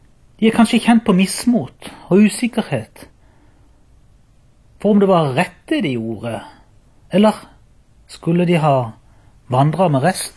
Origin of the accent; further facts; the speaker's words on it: Byremo, Agder, Norway; jeg kommer fra Byremo, og jeg gjeng i menigheten Ebenezer Byremo.